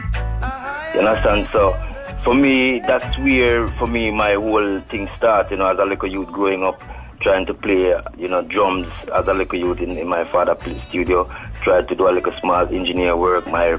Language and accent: English; Jamaica; moved away as an adult; also born or lived in London; as a youth growing up in Jamaica